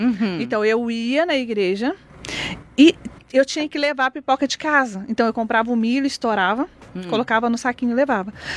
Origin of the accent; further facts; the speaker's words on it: Minas Gerais, Brazil; como boa mineira, né?